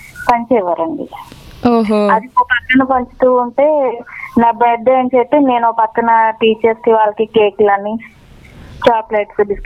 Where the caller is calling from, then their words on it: Bhimavaram, Andhra Pradesh, India; మాది భీమవరం అండి.